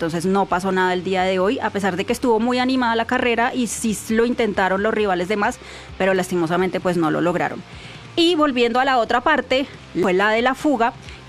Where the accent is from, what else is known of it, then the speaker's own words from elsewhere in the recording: Colombia; fue una etapa agridulce para nosotros como colombianos